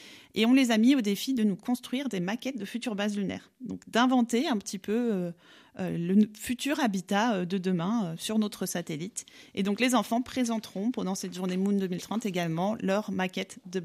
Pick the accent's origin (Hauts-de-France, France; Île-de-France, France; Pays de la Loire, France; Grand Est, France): Grand Est, France; Nancy; c'est quand même ma région. Donc voilà, j'ai fait mes études à Nancy, j'ai grandi à Nancy